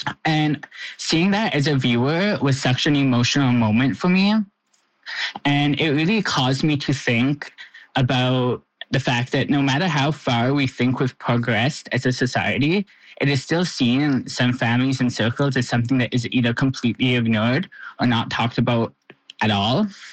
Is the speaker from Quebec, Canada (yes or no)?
yes; Kahnawake, Quebec, Canada; I mean, I guess growing up, like in being around different people, a lot of people like either didn't really talk about being gay or it was like something that was like largely ignored.